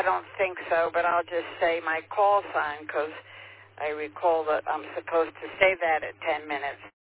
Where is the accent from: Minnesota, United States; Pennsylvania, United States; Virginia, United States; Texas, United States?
Pennsylvania, United States; Philadelphia; moved away as an adult; now in Vermontville, United States; I certainly knew South Philadelphia well growing up in Philadelphia. The first house was on Pine Street at 20th.